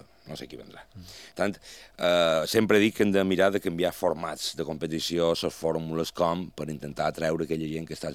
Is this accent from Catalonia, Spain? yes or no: no; Palma, Balearic Islands, Spain; born there; Jo sortia de cantatge i m'anava a peu fins a en Lluís Sitjà.